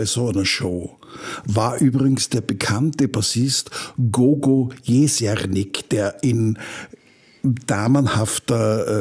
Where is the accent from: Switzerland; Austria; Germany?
Austria; Styria; Und ich weiß nur, dass die Hütten war droschenvoll, sagt man bei uns in der Steiermark.